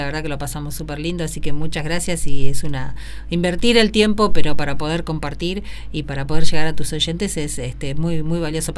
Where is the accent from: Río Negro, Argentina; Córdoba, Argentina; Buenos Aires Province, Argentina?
Buenos Aires Province, Argentina; Vedia; born there; now in Merlo, Argentina; vivimos en Merlo, Parque San Martín, pero bueno, yo soy nacida en Bedia, provincia de Buenos Aires, Bedia, ahí cerquita de Junín, pasando Junín, unos 65 kilómetros, pero vivo en Parque San Martín, Merlo.